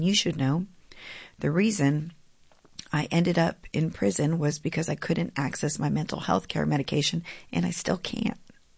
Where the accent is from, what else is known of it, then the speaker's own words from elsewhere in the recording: Texas, United States; now in Austin, United States; I grew up in the Valley, yes. I'm a legislator who represents Central Texas, Austin, in the Texas House, but I am born and raised in the Rio Grande Valley.